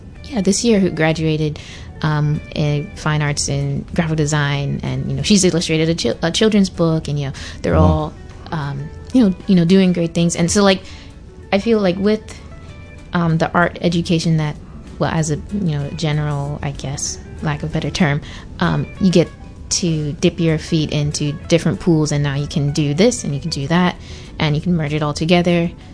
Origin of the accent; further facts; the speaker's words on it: Bermuda; moved away as an adult; now in United States; always have home here in Bermuda. I'm also American and I have American citizenship